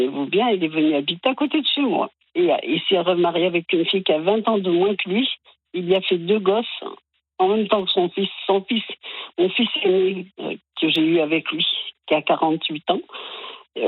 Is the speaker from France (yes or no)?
no; Italy; je reprenne mon nom de jeune fille, parce que je suis italienne … que je reprenne mon nom de jeune fille.